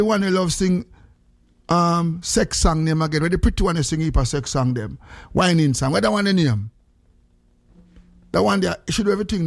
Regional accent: Jamaica; And a lot of us as Jamaican, we have this little style, say, oh, no boy, no, no girl, no, use me, no.

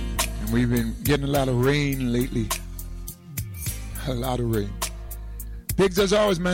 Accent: Ghana; I'm a Ghanaian, man.

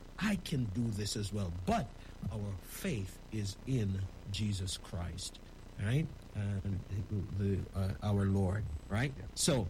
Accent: Jamaica; born there; I'm a Jamaican, if you can figure that out. I was born in Jamaica, yes, and I have not forgotten my dialect either.

